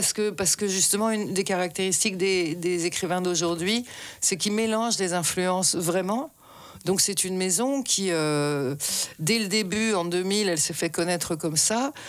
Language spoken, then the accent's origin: French; Rouen, Normandy, France; moved away; also born or lived in Gard / Paris; une vieille famille protestante gardoise. … c'est un nom de Sévenol. Hein, et comme mes parents étaient profs, j'ai passé effectivement mon enfance à Rouen, Normandie.